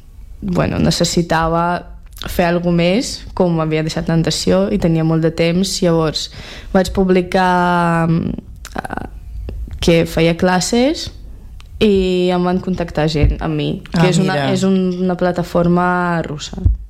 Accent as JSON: {"language": "Catalan", "country": "Russia", "second_language": "Catalan", "said": "l'altra sóc jo de Rússia"}